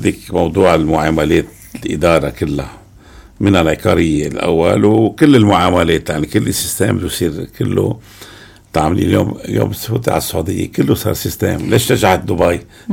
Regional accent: Lebanon

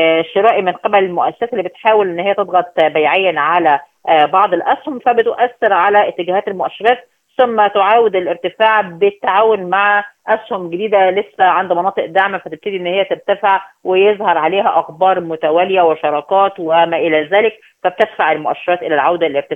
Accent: Egypt; عندنا في مصر

